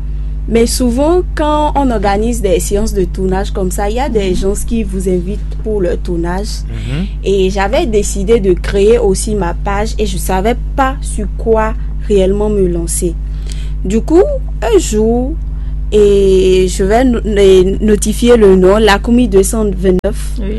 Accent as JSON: {"language": "French", "town": "Kalalé", "region": "Borgou", "country": "Benin", "tie": "born there", "said": "je suis originaire de Kalalé, précisément de Buka."}